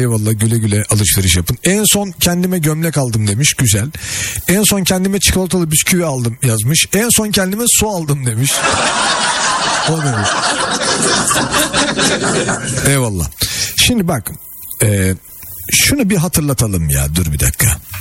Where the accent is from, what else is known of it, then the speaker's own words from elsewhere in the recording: Istanbul, Turkey; Mesela ben İstanbul'da büyüdüm.